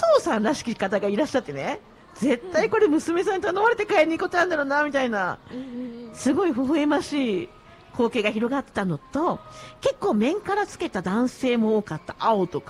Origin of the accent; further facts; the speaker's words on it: Nagasaki, Japan; 今日の旅サラダは私の地元長崎からでした。